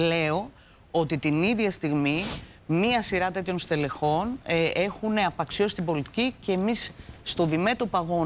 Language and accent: Greek; Greece; ως Ελληνίδα πολίτης